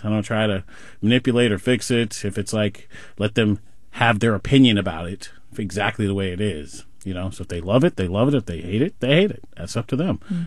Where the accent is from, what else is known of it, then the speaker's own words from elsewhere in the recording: California, United States; I mean, I grew up in the Freeport neighborhood across from the Executive Airport. And then at one point I moved over to Fruit Ridge and Stockton area.